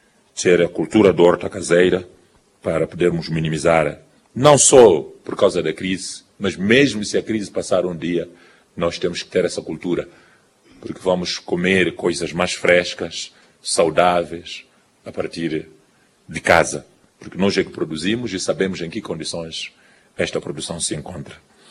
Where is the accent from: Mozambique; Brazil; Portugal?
Mozambique; nós aqui mesmo, como moçambicanos